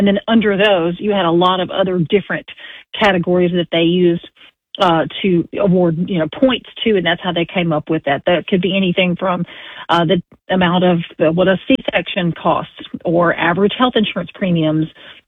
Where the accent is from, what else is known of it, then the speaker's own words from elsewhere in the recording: Mississippi, United States; That's my home state.